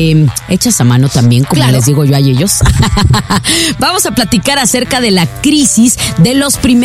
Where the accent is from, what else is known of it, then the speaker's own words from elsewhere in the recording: Guadalajara, Jalisco, Mexico; este par de tapatías, como buenas mexicanas que somos